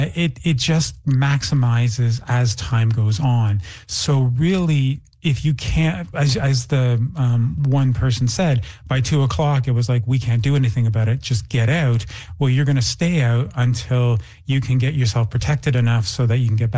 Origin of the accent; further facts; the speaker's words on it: Brandon, Manitoba, Canada; But honestly, I'm from Brandon as a kid. We always had the Assiniboine flood